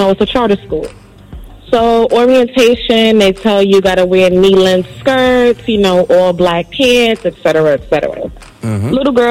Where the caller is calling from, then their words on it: New York City, New York, United States; I'm calling from Brooklyn.